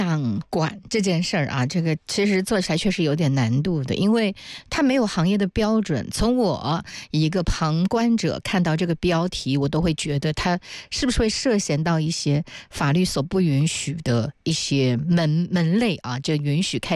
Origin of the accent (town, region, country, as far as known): China